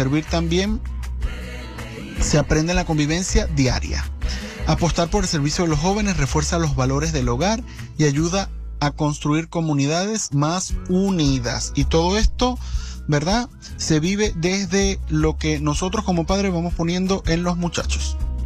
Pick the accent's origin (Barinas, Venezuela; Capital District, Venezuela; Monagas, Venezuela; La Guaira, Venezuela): Monagas, Venezuela; Maturín; Bueno, desde el Zulia, realmente yo soy de Maturín, Estado Monagas, un oriental aquí trabajando, llevando la misión del día a día en el Zulia